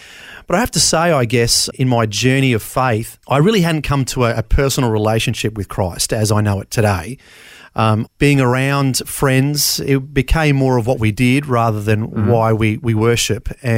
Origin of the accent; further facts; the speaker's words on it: Brisbane, Queensland, Australia; born there; So I was born in Bris Vegas, keeping the … theme. Brisbane, Queensland, like most people in the 70s and 80s, born in the Mater Hospital.